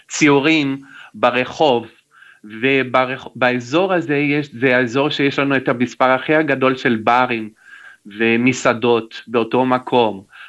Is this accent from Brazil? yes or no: yes; Brazil; born there; Hebrew is a second language; also born or lived in Israel; האבא מפולניה, האמא מישראל, אני נולדתי בברזיל, כששניהם הגיעו לברזיל, וכשהייתי בן ארבע, מארבע עד שש גרתי בישראל, והעברית נשארה טוב לי.